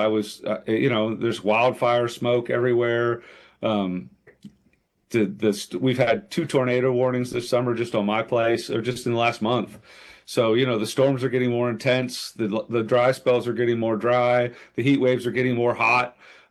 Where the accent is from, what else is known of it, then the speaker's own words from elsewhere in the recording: Pennsylvania, United States; No, I'm originally from Pennsylvania.